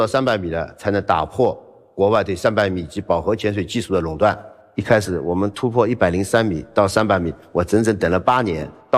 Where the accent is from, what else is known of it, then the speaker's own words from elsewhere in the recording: China; 我们中国人同样能做到。